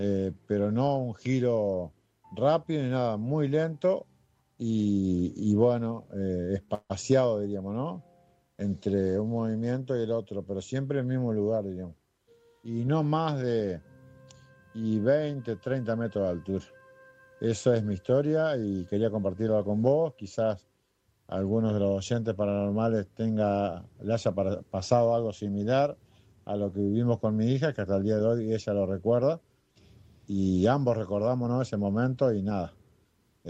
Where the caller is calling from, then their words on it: Gualeguaychú, Entre Ríos, Argentina; de Gualeguaychú, Entre Ríos.